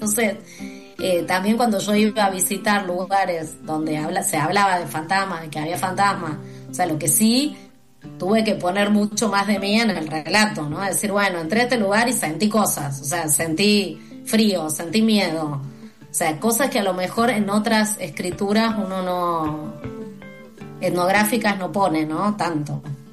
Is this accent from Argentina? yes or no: yes; Jujuy, Argentina; Probablemente porque soy de Jujuy.